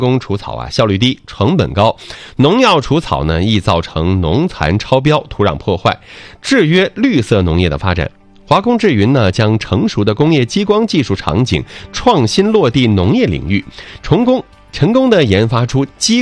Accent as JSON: {"language": "Chinese", "region": "Northeast China", "country": "China", "said": "挺像我们东北话的，"}